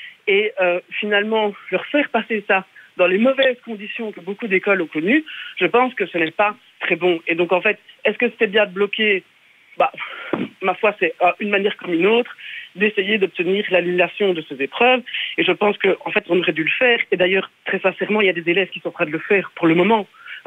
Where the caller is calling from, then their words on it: Villers-la-Ville, Wallonia, Belgium; moi je viens de Villers-la-Ville et j'enseigne à Bruxelles